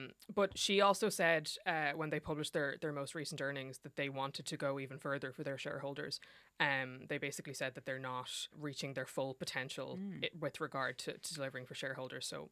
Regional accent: Ireland; I'm from Ireland

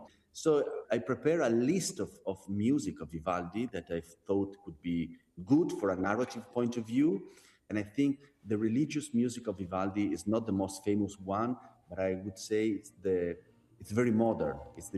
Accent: Venice, Veneto, Italy; Because Venice is my hometown, I was not afraid of showing the beauty of Venice.

